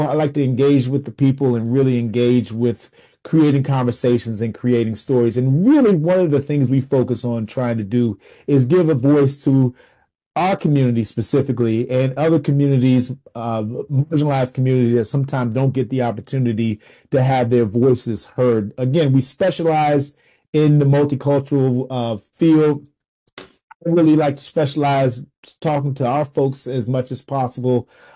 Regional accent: Washington, District of Columbia, United States; No, sir. I'm here from your nation's capital. I'm from Washington, D.C.

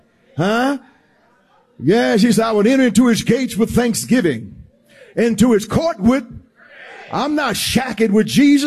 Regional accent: the South, United States; accent: southern; I'm speaking English. May have a southern accent to it a little bit

